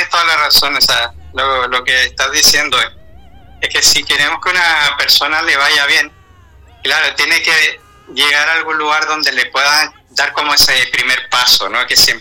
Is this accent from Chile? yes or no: yes; Chile; moved away as an adult; now in Catalonia, Spain; Uno como chileno acá, que ha vivido estas situaciones